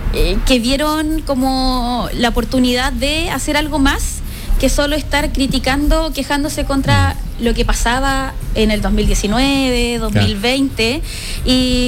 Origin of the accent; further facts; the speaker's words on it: San Pedro de la Paz, Biobío, Chile; nací y malcriada en San Pedro, yo creo que eso es lo que me acerca bastante a la comuna. Soy mamá, tengo un par de varones